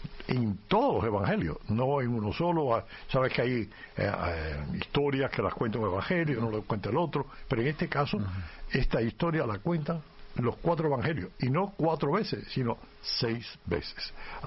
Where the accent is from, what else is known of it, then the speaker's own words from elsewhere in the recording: Cuba; moved away; No, en Cuba ya una vez que salí de Cuba.